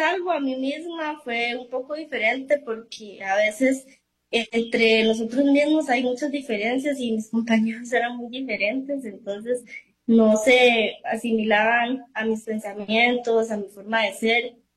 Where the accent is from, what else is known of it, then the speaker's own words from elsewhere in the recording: Rey Curré, Puntarenas, Costa Rica; moved away as an adult; Yo me crecí en mi comunidad, en Yimbacá. Ahí estuve en la escuela y también en el colegio. Saqué mi bachillerato en educación media en el Liceo Rural Yimbacá.